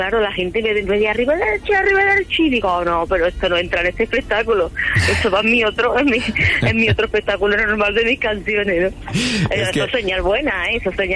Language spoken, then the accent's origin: Spanish; Seville, Andalusia, Spain; Lo que sí es verdad que me bajaré para Sevilla, este viaje, que quiero estar en mi tierra estos dos mesecitos